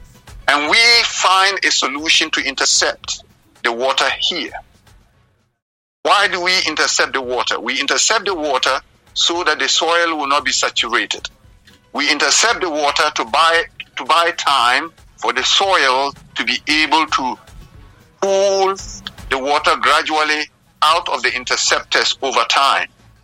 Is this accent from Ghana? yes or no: yes; Ghana; moved away; I was born and bred in Ghana.